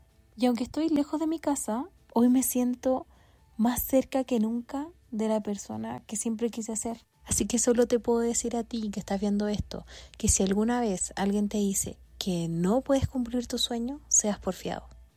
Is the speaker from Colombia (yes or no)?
no; Chile; soy mamá, soy chilena y desde niña soñaba con conocer el mundo